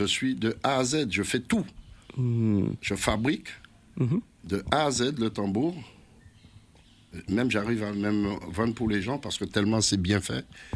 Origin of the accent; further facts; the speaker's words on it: Guadeloupe; on est guadeloupéen, on n'est pas cubain.